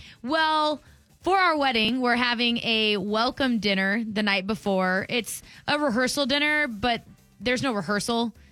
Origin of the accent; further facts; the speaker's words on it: Texas, United States; I'm obviously from Texas and I love Western culture.